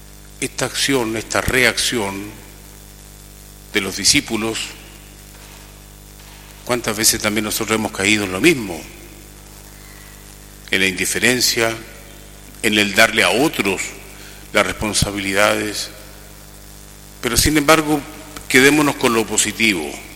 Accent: Chile; Como somos chilenos, somos muy sensibles

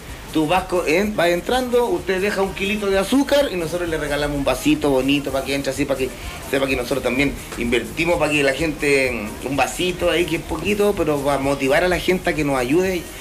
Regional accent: Los Ángeles, Biobío, Chile; Yo como soy de la octava región, tienen como ese estilo... Ellos son parralinos, bueno, yo soy de allá de Los Ángeles, de donde son los líderes, los machos de la cumbia.

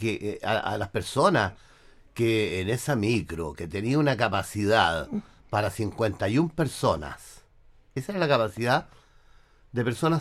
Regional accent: Longaví, Maule, Chile; Somos de Longaví

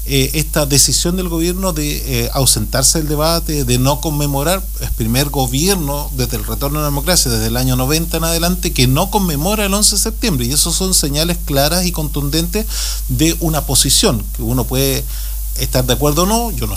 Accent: Chile; como chilenos, como chilenas

